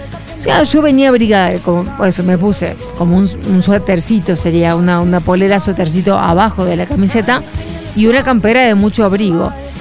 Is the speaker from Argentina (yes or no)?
yes; Argentina; por mí como argentina